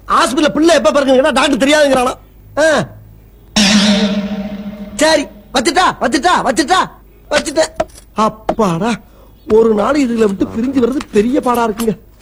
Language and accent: Tamil; Kanadukathan, Tamil Nadu, India; காரைக்குடி பக்கத்துல காணாடு காத்தா.